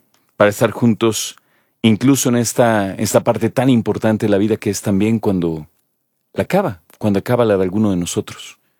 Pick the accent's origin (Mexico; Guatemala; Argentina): Mexico; si yo como mexicano cuando voy a otro país